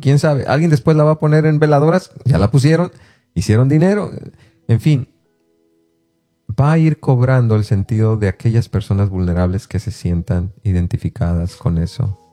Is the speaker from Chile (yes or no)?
no; Mexico